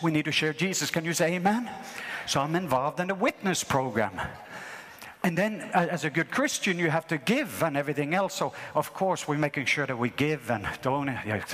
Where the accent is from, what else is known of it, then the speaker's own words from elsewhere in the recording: Norway; when I grew up in Norway, when I was 12 years old